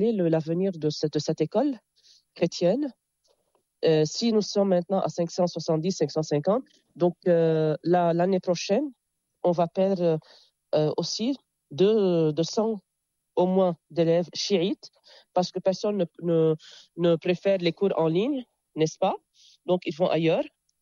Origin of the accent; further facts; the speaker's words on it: Jounieh, Keserwan-Jbeil, Lebanon; Et puisque je suis de Jounieh, vous voyez. L'élève ou bien l'enfant dépend de son environnement. À Jounieh, il y a la plage, il y a la mer.